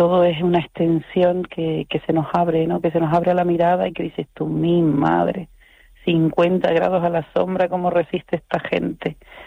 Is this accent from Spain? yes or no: yes; Fuerteventura, Canary Islands, Spain; mucha gente me dice que cuando llega a Fuerteventura tenemos una luz diferente